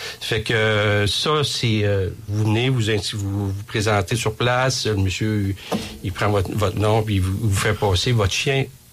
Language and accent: French; Quebec, Canada; nous, on est Québécois